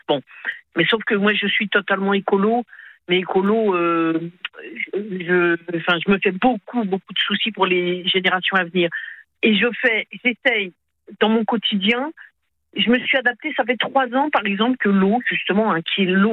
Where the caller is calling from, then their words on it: Brest, Brittany, France; J'habite à Brest, dans le Finistère.